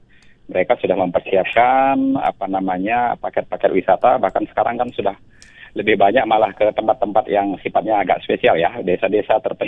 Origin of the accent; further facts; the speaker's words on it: Bali, Indonesia; Saya sendiri orang Bali